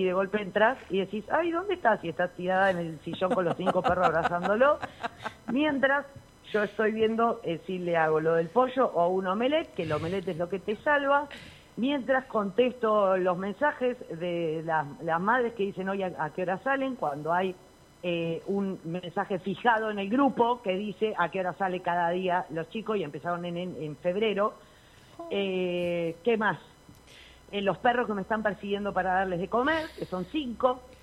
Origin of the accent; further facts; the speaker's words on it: Argentina; soy argentina